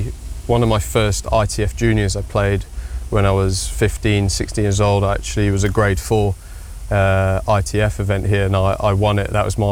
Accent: Yorkshire and the Humber, United Kingdom; I grew up in Yorkshire, so it's not too far.

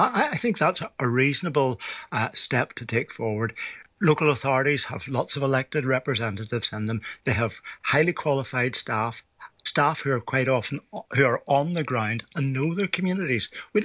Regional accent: Carrickfergus, Northern Ireland, United Kingdom; I'm actually from Carrickfergus. I'm a former mayor of Carrickfergus

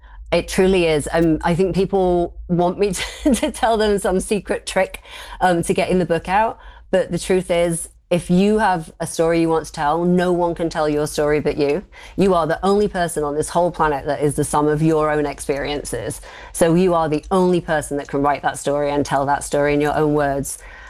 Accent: Doncaster, Yorkshire and the Humber, United Kingdom; I'm from Doncaster

